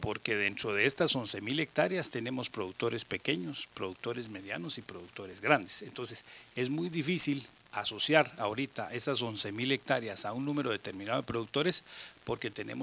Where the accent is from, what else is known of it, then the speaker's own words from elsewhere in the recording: Guatemala; como guatemaltecos, tenemos que seguir confiando y creyendo en nuestro propio país